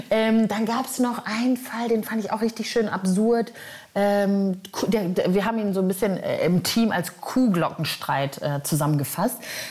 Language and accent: German; North Rhine-Westphalia, Germany; Ich bin am Niederrhein aufgewachsen, aber ich finde Dortmund, also ja gut.